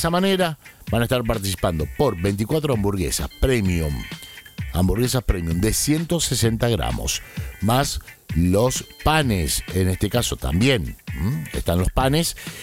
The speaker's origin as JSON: {"language": "Spanish", "country": "Argentina", "said": "Yo soy argentino"}